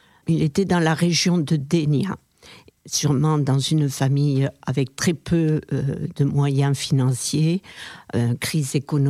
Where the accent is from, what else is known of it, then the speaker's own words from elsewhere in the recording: France; born there; Moi, je suis née en France.